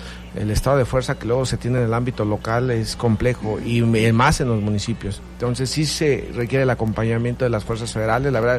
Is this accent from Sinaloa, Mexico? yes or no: no; Paracho, Michoacán, Mexico; Sí, rápidamente, pues, yo soy originario del municipio de Paracho, actualmente tengo 47 años de edad.